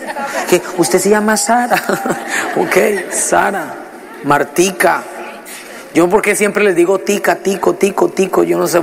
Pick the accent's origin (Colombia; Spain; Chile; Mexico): Colombia; now in United States; antes de ser colombiano, americano, qué sé yo, soy ciudadano del reino de los cielos, porque he nacido de nuevo, porque tengo a Cristo en mi corazón.